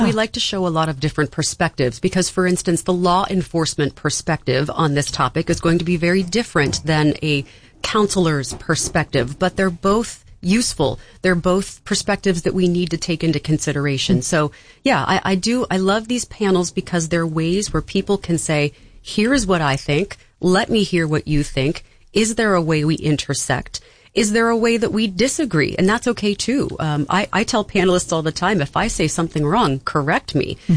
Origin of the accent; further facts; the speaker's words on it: Elk County, Pennsylvania, United States; moved away; I am from Elk County. I grew up in Western Pennsylvania